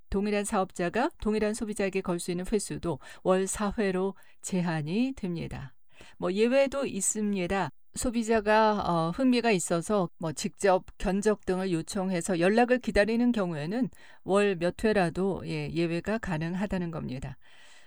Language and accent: Korean; South Korea; 한국인으로서는 안타깝고 부끄러운 마음이 듭니다